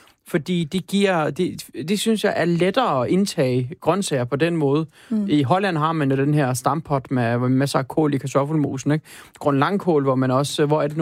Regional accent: Turkey; Jeg skal ikke komme som en tyrker og starte borgerkrig i Danmark.

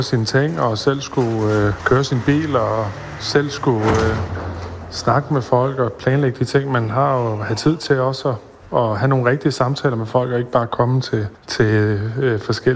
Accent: Vipperød, Zealand, Denmark; mit barndomshjem på Vipperød Mark, hvor jeg rendte rundt i gummistøvler som barn

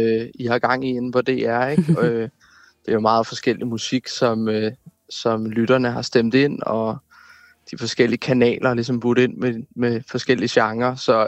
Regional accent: Amager, Capital Region of Denmark, Denmark; kan man jo godt tage ud på Amager Bakke og tage elevatoren op, og så har man et ret flot vy ud over min barndomsby, hvor min ungdom har udspillet sig.

